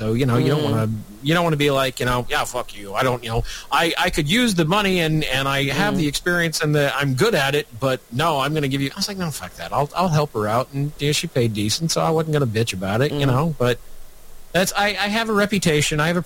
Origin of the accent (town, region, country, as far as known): Nebraska, United States